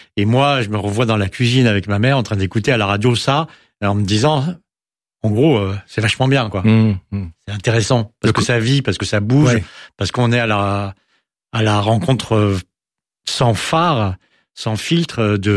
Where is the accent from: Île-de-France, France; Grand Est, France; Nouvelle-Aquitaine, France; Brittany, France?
Île-de-France, France; Versailles; On était à Versailles, j'ai passé mon enfance en Versailles.